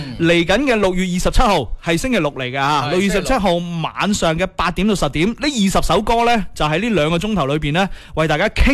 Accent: Guangdong, China; 某只牌子其实对于我哋广东人嘅发音嚟讲，不是太那么友好

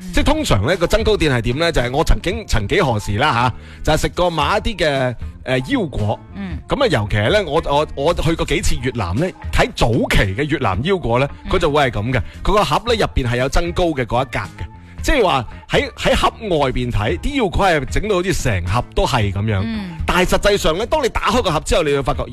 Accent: Guangdong, China; 我哋广东人

